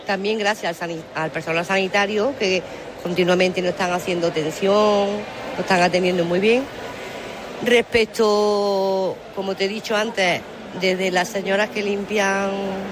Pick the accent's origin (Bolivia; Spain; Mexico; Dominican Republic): Spain; Córdoba, Andalusia; Entonces, pues simplemente somos de Córdoba, estábamos pasando aquí unas vacaciones en el balneario